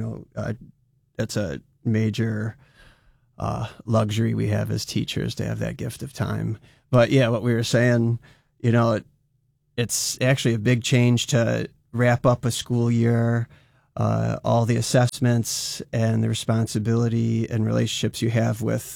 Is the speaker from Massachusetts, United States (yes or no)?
no; Irondequoit, New York, United States; where I was born in West Irondequoit with a house of guitars and a fantastic school system, as are all of our school systems in Monroe County and our state